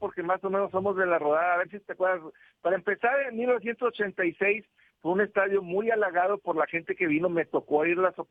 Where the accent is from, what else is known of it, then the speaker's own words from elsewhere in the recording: Mexico; somos mexicanos, estamos con la selección y no nos vamos a rajar